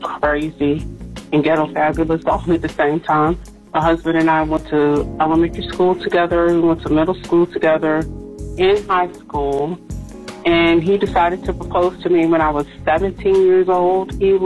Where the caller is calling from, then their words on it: Dinwiddie, Virginia, United States; I'm calling from the Dinwiddie, Petersburg area.